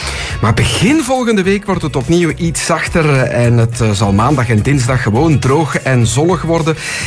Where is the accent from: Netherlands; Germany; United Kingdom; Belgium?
Belgium; Flemish Brabant; Maar natuurlijk, ja, ik ben opgegroeid in het Brusselse, in het Pajottenland.